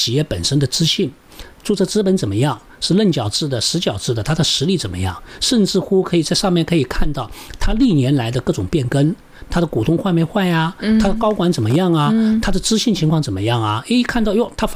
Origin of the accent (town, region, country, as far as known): China